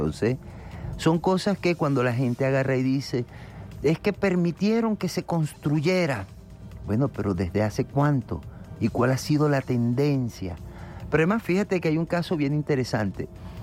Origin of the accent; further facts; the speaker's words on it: Venezuela; sino a todos nosotros, nosotras como venezolanos dentro de nuestra psique, desde nuestras emociones.